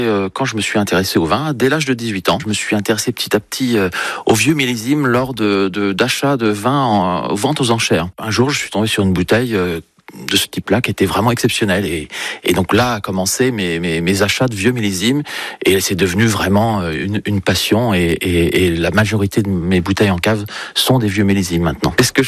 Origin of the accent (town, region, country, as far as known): Alençon, Normandy, France; born there